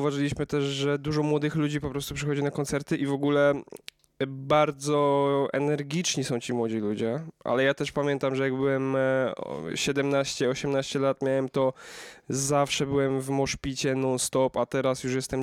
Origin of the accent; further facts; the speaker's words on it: Katowice, Silesian Voivodeship, Poland; jesteśmy z Katowic